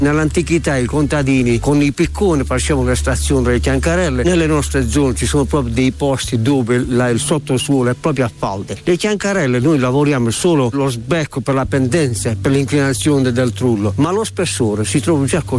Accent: Alberobello, Apulia, Italy; born there; sono nato qua ad Albero Bello

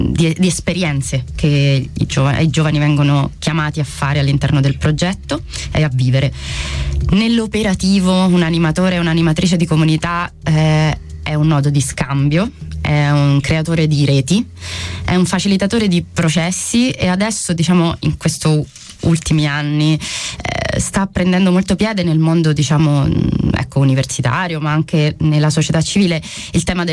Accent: Rome, Lazio, Italy; Io sono di Roma.

